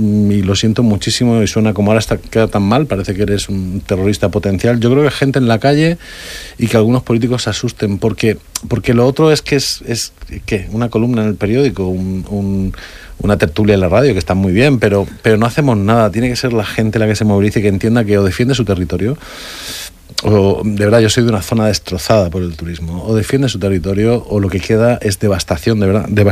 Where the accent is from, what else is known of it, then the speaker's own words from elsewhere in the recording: Murcia, Region of Murcia, Spain; yo soy originario de Murcia y me gusta el tenis